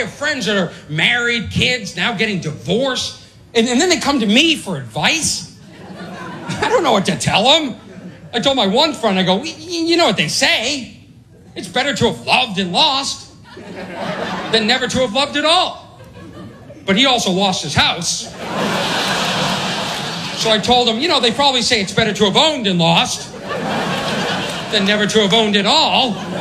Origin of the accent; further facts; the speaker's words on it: East Coast, United States; I'm from the East Coast. I don't know how to act when the ground and everything starts shaking.